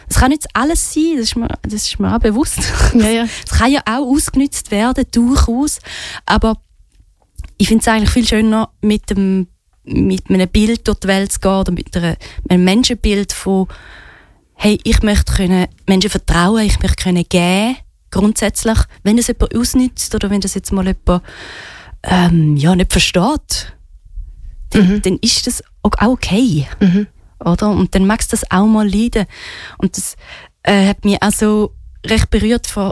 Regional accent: Switzerland; born there; ich bin in der Schweiz geboren, Schweizer Pass, Schweizer Ausbildung und alles da genossen und habe sehr viele Privilegien.

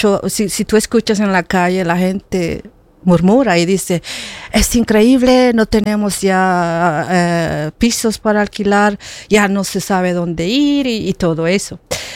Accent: Bolivia; now in Switzerland; En Bolivia también es así. Tenemos problemas de regionalismo.

